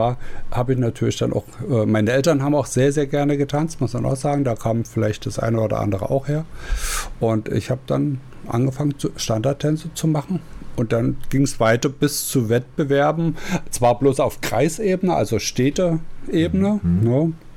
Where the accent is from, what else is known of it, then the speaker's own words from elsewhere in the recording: Zwickau, Saxony, Germany; wir hatten eine Tanzschule bei uns in Zwickau und da gab es ein großes Kulturhaus.